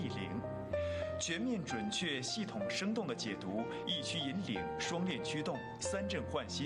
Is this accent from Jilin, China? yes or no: yes; Changchun, Jilin, China; moved away as an adult; also born or lived in Beijing; 是九台区融媒体中心的一名新闻播音员，也是一个土生土长的九台人。